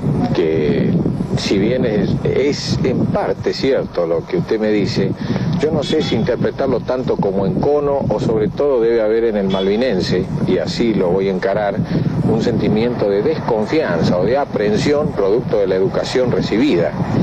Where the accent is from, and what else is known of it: Argentina